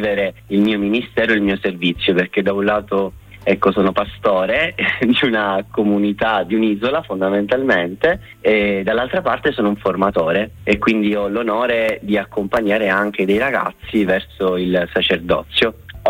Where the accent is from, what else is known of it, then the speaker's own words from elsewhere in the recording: Messina, Sicily, Italy; Io vengo da Messina, da un quartiere di nome Camaro San Paolo, e la parrocchia e in particolare l'esperienza dell'oratorio è sempre stato un faro all'interno di quel quartiere.